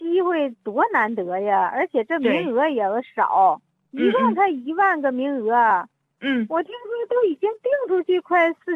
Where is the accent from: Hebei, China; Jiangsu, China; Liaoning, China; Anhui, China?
Liaoning, China; Shenyang; 哎呀，我是老朋友，